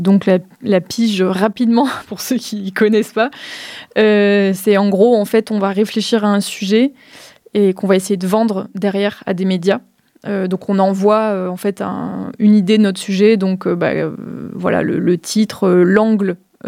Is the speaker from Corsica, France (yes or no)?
no; Auvergne-Rhône-Alpes, France; also born or lived in Tours; j'ai fait le choix, en fait, en 2021, de revenir en Drôme, parce que moi, je suis originaire de Drôme provençale, et de m'installer dans le Crétois.